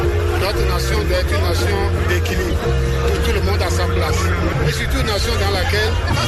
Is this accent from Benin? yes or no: yes; Benin; Je suis béninois, je suis citoyen, je travaillerai pour mon pays.